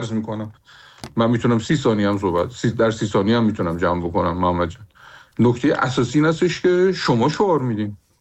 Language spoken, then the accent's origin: Persian; Iran; moved away; همه ما ایرانی هستیم، ایران هم ملک مشاه ما، سرزمین ما